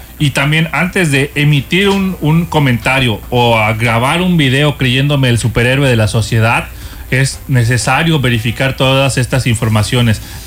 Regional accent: Mexico; nosotros somos mexicanos

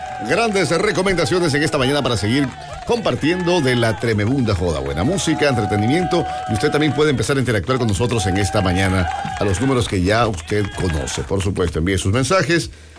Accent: Ecuador; Sienta que somos realmente ecuatorianos.

